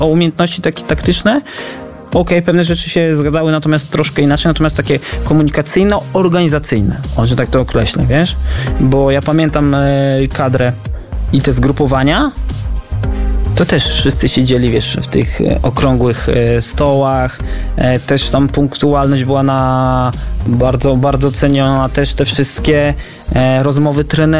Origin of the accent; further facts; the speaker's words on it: Kraków, Lesser Poland, Poland; born there; Ja się urodziłem w Krakowie, grałem w Hutniku Kraków i ja zawsze grałem w drugiej lidze.